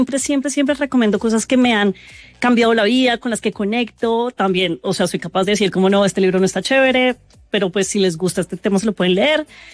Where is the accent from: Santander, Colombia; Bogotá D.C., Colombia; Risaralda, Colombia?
Bogotá D.C., Colombia; Bogotá; todos como rolos